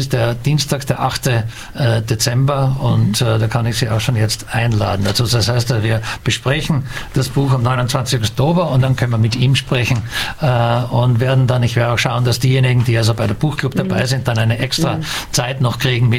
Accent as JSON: {"language": "German", "town": "Graz", "region": "Styria", "country": "Austria", "said": "Ich bin Grazer"}